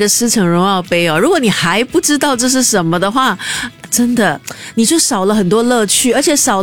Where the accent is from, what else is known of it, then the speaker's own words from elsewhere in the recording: Singapore; 就是我们新加坡人常讲的那个宝揪啊